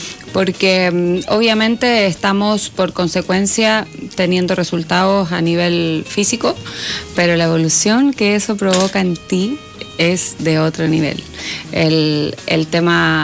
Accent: Santiago, Santiago Metropolitan Region, Chile; now in La Serena, Chile

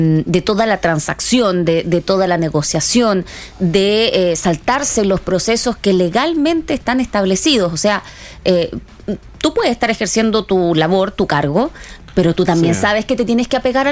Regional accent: Vallenar, Atacama, Chile; soy de Atacama, de Vallenar, entonces el desierto florido es algo muy familiar.

